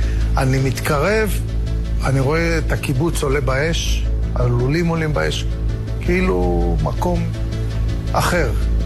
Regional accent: Nir Oz, Southern District, Israel; אני גדלתי בקיבוץ מאוד מאוד חילוני, של השומר הצעיר, לינה משותפת, רחוק, רחוק מאוד מאוד מהדת והאמונה

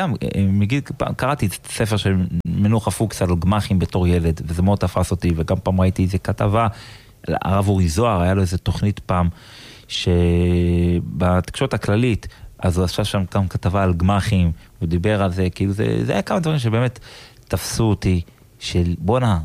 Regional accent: Gaza Strip, Palestine; אני גדלתי שם, לא רק בגוש קטיף, כאילו, הייתי אז ילד, וחיינו את זה, חיינו את התקופה הזאת, של גוש קטיף

